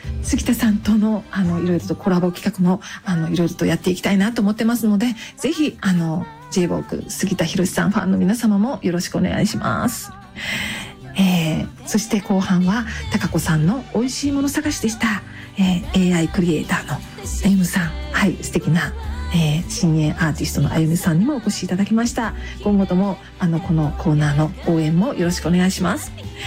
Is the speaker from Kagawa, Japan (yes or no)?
yes; Takamatsu, Kagawa, Japan; 私も香川県高松市出身なので